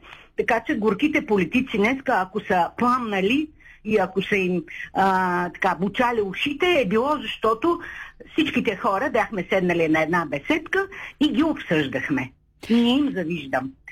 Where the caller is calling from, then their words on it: Shumen, Shumen Province, Bulgaria; от Шумен.